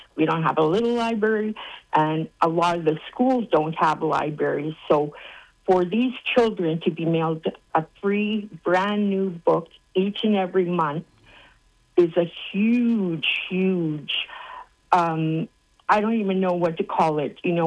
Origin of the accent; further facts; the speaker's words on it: Ebb and Flow, Manitoba, Canada; I'm originally from Ebb and Flow